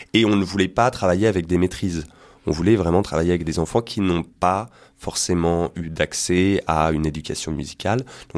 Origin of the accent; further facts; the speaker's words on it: Auvergne-Rhône-Alpes, France; Après, je suis un enfant du pays. J'ai vraiment grandi ici. Je suis parti à Lyon pour les études, mais j'ai eu un attachement toujours très fort à ce territoire.